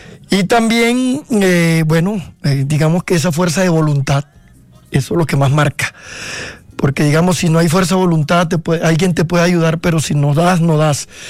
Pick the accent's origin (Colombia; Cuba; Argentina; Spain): Colombia; Valledupar, Cesar; Yo soy vallenato de Valledupar.